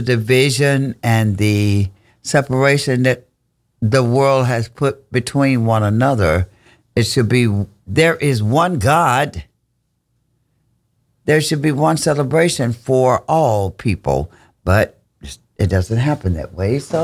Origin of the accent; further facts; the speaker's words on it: United States; I am a American.